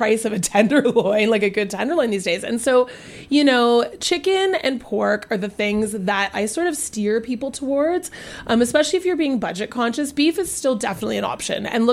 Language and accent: English; Hamilton, Ontario, Canada; also born or lived in Grimsby, Ontario / Toronto; I was moving out of the city, and I grew up in farming. So I grew up in Grimsby and Hamilton, and I worked on local farms.